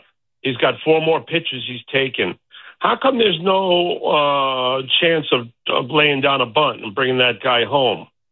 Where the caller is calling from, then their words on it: Rockland County, New York, United States; 30 years in Rockland's enough.